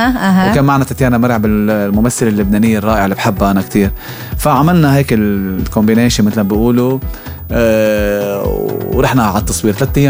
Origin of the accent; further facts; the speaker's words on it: Tunisia; أنت لبناني وأنا تونسي